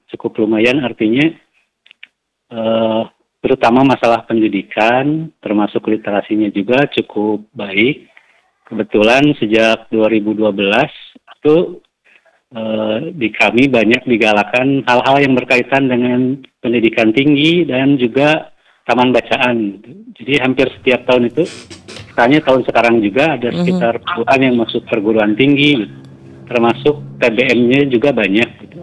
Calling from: West Java, Indonesia

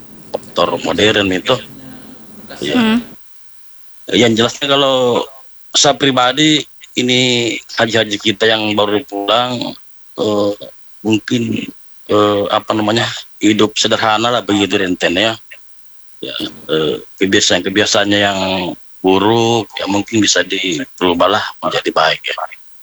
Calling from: Pangkep, South Sulawesi, Indonesia; Saya juga orang Bugis juga, Bugis Pangkep saya.

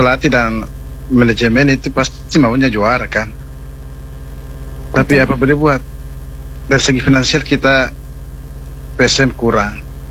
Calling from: Makassar, South Sulawesi, Indonesia; saya sebagai warga Makassar atau Sulawesi Selatan

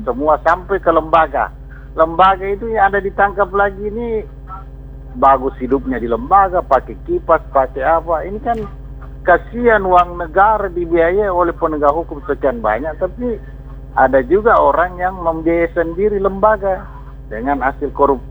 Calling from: Parepare, South Sulawesi, Indonesia; Kalau kita ini orang Pare-Pare

